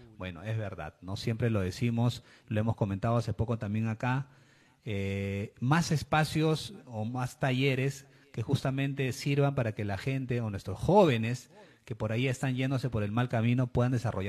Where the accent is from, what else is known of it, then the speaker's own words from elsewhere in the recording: Lima, Peru; los que vivimos y somos de Lima Este